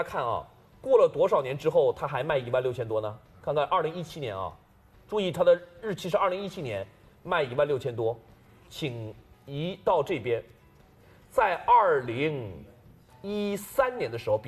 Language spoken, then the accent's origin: Chinese; China; 不是我们中国人玩的啊